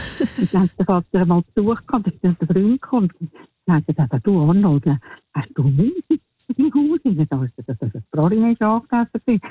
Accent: Zurich, Switzerland; ich bin in Zürich aufgewachsen

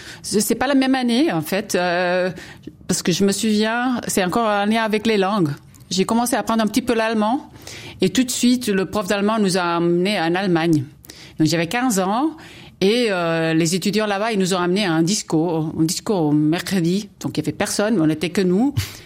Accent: Spain; first language Catalan; French is a second language; C'est ma langue maternelle. C'est la langue que j'ai appris mes premières années de vie. C'est la langue que je parle avec ma maman.

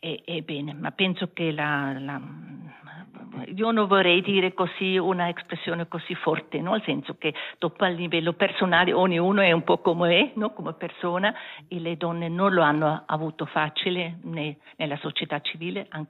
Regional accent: German-speaking Switzerland, Switzerland; Italian is a second language; sono svizzera tedesca

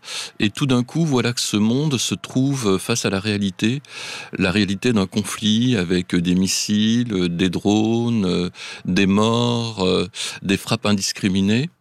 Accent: France; Enfin, en Suisse, vous êtes beaucoup plus civique que chez nous en France.

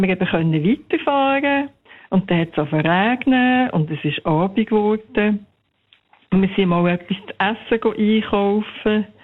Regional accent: Zofingen, Aargau, Switzerland; also von Zofingen her, wo ich aufgewachsen bin.

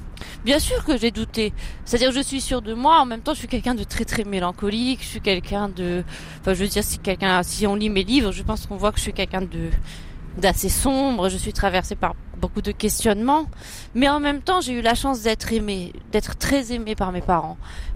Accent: Rabat, Rabat-Salé-Kénitra, Morocco; J'ai été élevée à Rabat, au Maroc, dans les années 80 et 90. Donc, bon, c'est la capitale du Maroc. Et à l'époque, c'était une ville très, très, très, très paisible, très calme, assez ennuyeuse. Il n'y avait pas beaucoup de loisirs pour les jeunes.

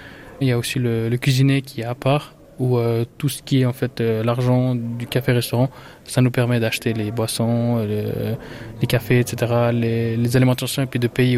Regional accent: Switzerland; born there; non, je suis né ici en Suisse. Je peux même dire le numéro de la chambre de l'hôpital, 365, je me rappellerai. Et j'ai fait les études ici à Fribourg

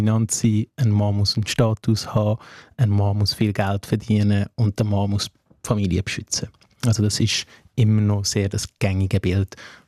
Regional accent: Afghanistan; now in Switzerland; Wie du gesagt hast, ich bin aus Afghanistan in die Schweiz geflüchtet.

